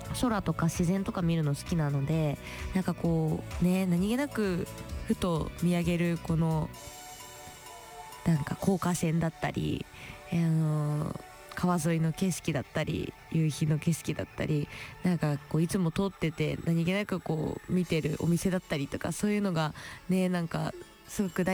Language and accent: Japanese; Mito, Ibaraki, Japan; 私も地元でね、ずっと水戸に住んでるので、本当にふるさとといったら水戸だし、水戸のこの景色が大好きだし